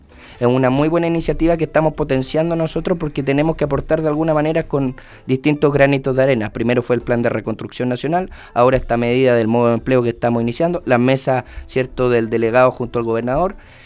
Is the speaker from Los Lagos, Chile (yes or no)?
yes; Osorno, Los Lagos, Chile; yo soy de Osorno